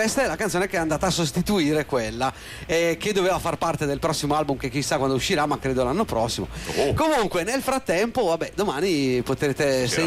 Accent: Brescia, Lombardy, Italy; ma perché siamo di Brescia

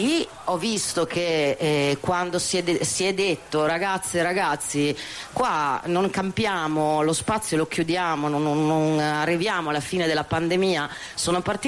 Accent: Bologna, Emilia-Romagna, Italy; io vengo da Bologna

